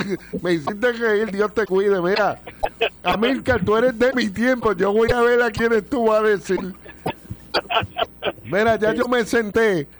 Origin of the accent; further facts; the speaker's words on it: Añasco, Puerto Rico; yo soy añasqueño